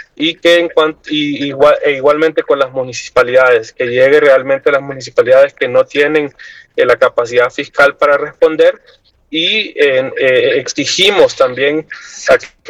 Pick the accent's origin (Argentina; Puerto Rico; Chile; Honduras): Honduras; los hondureños somos víctimas